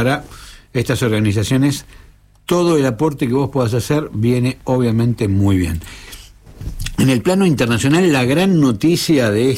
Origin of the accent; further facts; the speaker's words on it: Venezuela; para aquellos que no estamos acostumbrados a este tipo de eventos, como los venezolanos